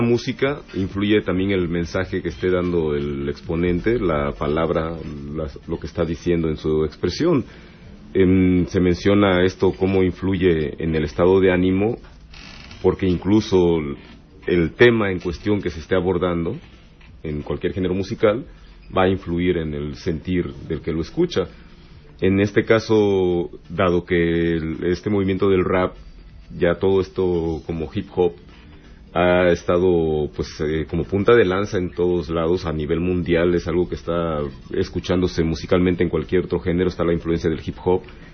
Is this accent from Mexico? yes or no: yes; Mexico; como pues somos mexicanos, hablamos español